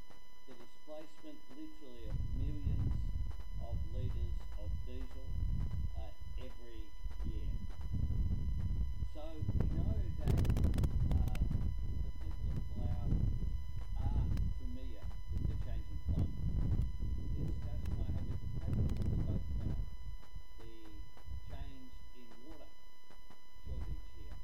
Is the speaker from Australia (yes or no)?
yes; Australia; something which brings great pride to me as Australian Prime Minister, to know that we are making a substantial difference in our region.